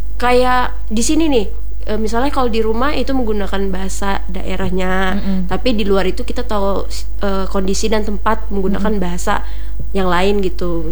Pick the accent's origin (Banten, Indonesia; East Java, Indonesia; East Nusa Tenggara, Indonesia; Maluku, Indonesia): Banten, Indonesia; Tangerang; Apalagi kan aku dari Tangerang kan, memang bahasanya di situ, bayangkan Jaksel kebanding bahasa Sunda atau Betawi. Kan aku kan di daerah sana Sunda Betawi kan, banyak kan.